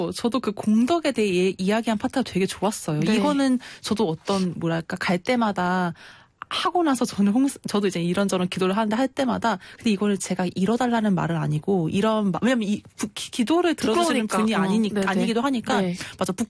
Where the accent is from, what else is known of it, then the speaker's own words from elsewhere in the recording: South Chungcheong, South Korea; 제 본가가 충청남도에 있거든요.